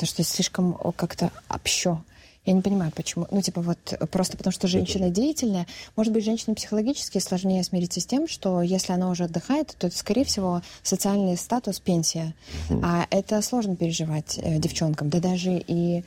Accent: Minsk, Belarus; ну я все равно из столицы. Я минчанка. Я ассимилировалась.

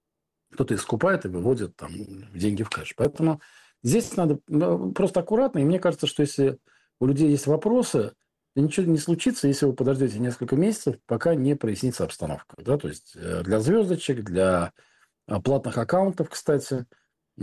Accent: Moscow, Russia; я москвич

